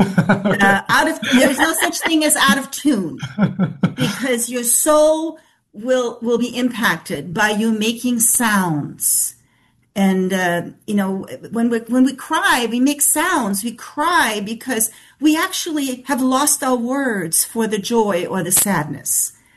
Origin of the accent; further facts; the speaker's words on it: Germany; moved away; I grew up in Germany, and most of my musical experience was German.